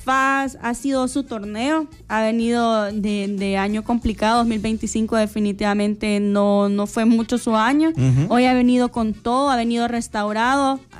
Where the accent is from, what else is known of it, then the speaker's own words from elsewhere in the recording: El Salvador; nosotros como salvadoreños somos aficionados a nuestro fútbol nacional